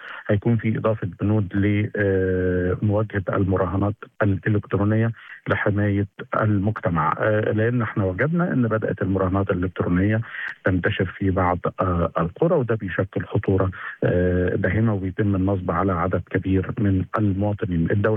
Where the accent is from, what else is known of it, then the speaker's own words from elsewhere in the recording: Egypt; إحنا كدولة مصرية